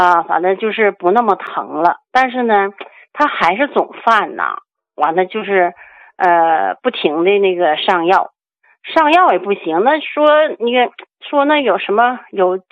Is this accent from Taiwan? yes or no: no; Shenyang, Liaoning, China; 王老师，我家是沈阳的。